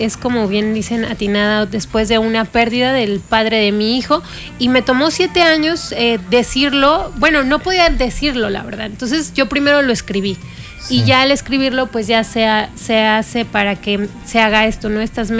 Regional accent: Celaya, Guanajuato, Mexico; En Celaya, Guanajuato. Yo soy originaria de Celaya.

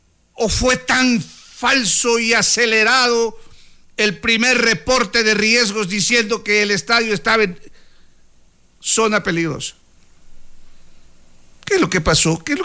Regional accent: Zaruma, El Oro, Ecuador

